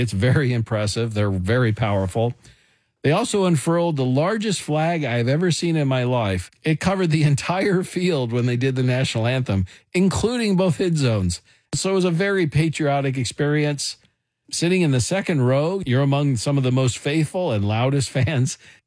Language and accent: English; Kansas City, Missouri, United States; I'm born and raised in Kansas City, But I'd never gone to a Monday night football game.